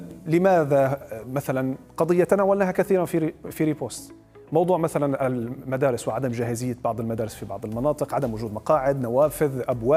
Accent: Syria; فنتمنى كسوريين، والكل يقول على لسانه، نتمنى أن يكون هذا النموذج معمما على كل الوزراء في سوريا

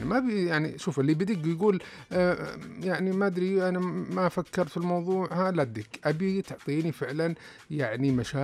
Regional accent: Saudi Arabia

